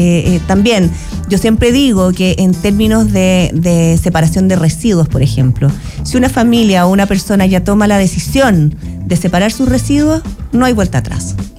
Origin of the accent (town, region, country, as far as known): Chile